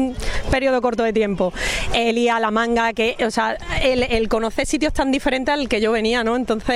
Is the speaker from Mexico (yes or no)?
no; Melilla, Spain; Buah, Melilla tiene unas playas increíbles, hay que decirlo, yo amo mi tierra